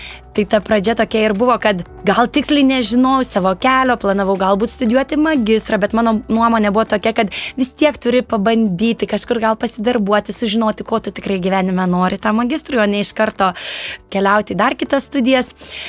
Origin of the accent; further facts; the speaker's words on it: Panevėžys, Panevėžys County, Lithuania; moved away as an adult; also born or lived in Vilnius; now in London, United Kingdom; labai gera būti savo gimtajame Panevėžyje, savo mieste.